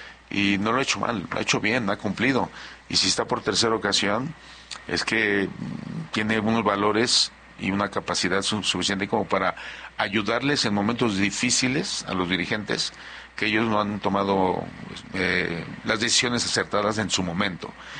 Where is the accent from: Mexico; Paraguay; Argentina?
Mexico; also born or lived in Spain; yo soy mexicano y lo que quiero es que gane mi selección.